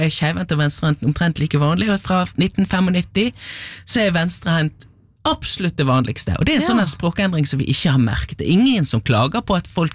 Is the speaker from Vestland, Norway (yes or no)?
yes; Bergen, Vestland, Norway; nå skal jeg som bergenser arbeide litt med å si, kjeiva.